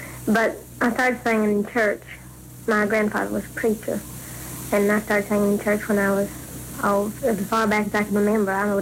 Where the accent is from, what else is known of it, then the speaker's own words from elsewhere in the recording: Sevierville, Tennessee, United States; born there; I was born on January the 19th, 1946, in Sevier County. It's Sevierville, Tennessee. It's a little town between Knoxville, Tennessee and Gatlinburg, Tennessee.